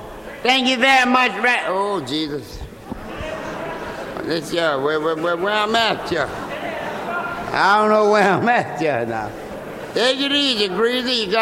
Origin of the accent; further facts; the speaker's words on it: New Orleans, Louisiana, United States; I can talk a little bit because I'm from New Orleans